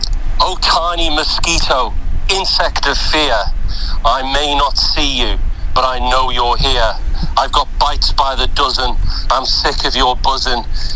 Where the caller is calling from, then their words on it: Occitania, France; In fact, this week I'm calling from France, Emmeline.